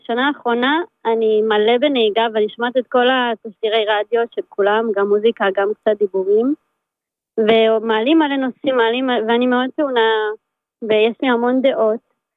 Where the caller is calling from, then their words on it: Tel Aviv-Yafo, Tel Aviv District, Israel; אני גרה ביפו.